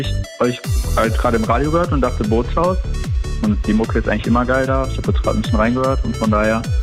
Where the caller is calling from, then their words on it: Dortmund, North Rhine-Westphalia, Germany; Ich komme aus Dortmund